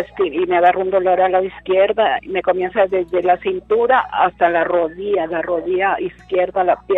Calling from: Eagle Pass, Texas, United States; De acá, de Igle Paz.

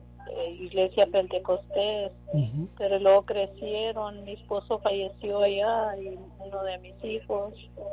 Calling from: Edinburg, Texas, United States; De aquí, de Edinburgh.

